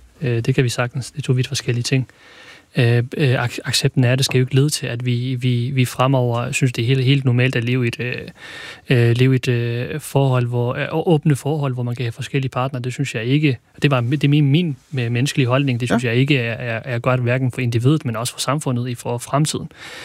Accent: Kurdistan Region, Iraq; moved away; Jeg er kurder fra Irak oprindeligt.

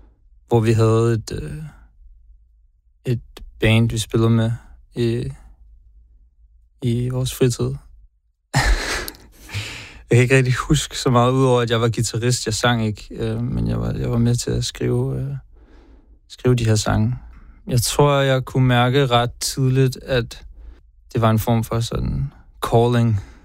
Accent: Copenhagen, Capital Region of Denmark, Denmark; now in London, United Kingdom; Jeg kommer fra København.

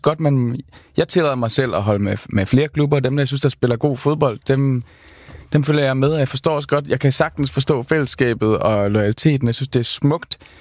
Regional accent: Skive, Central Denmark Region, Denmark; Og jeg er vokset op i Skive, hvor det er SIK, som har været, altså, som er en fin fodboldklub

